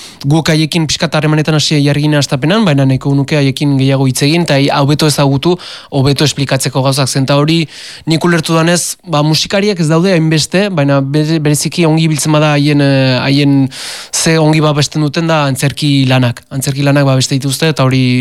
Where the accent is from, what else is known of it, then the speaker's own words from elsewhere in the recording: Basque Country, Spain; gu euskalduna gara